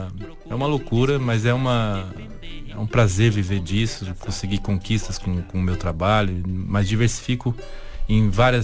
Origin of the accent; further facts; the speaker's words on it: Amazon, Brazil; now in Portugal; de ser do interior da Amazônia, de viver aqui